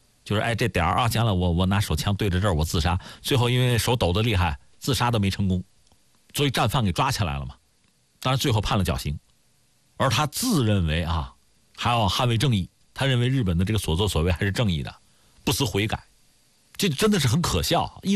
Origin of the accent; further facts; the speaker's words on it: China; 从我们中国人这个视角讲